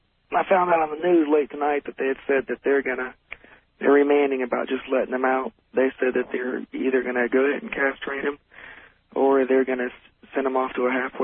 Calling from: Houston, Texas, United States; I'm calling from Houston.

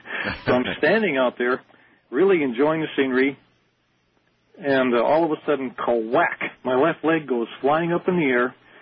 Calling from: Kailua, Hawaii, United States; Yeah, this is … I'm calling from Kailua, Hawaii.

